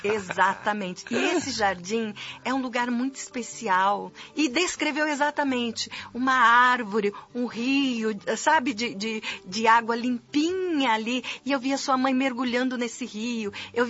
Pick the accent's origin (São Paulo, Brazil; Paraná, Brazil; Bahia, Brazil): Paraná, Brazil; Santo Antônio da Platina; lá da minha igrejinha, lá na minha cidade, em Santo Antônio da Platina, no Paraná